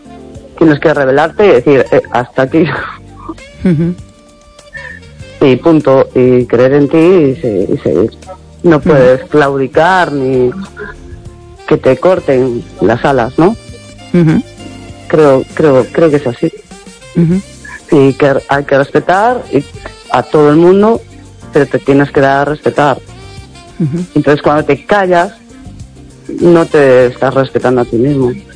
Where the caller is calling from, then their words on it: Chapela, Galicia, Spain; Pues desde Chapela.